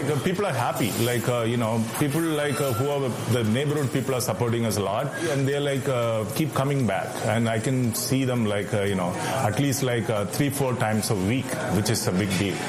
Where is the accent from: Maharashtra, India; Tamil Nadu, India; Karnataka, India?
Tamil Nadu, India; Kanyakumari; So because in South India, a lot of coconut trees are available. I'm from Kanyakumari, born and raised.